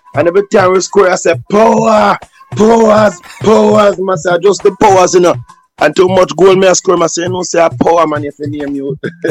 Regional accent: Kingston, Jamaica; Originally, Waterhouse, you know.

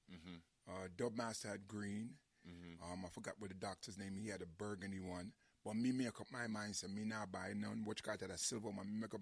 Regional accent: New York City, New York, United States; Because we are from the Bronx.

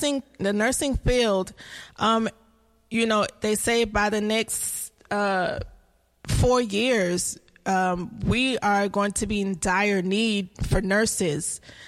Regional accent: United States; first language Haitian Creole; English is a second language; No, I am not from Haiti. My family is from Haiti. So I am Haitian American. I was born here in the U.S.

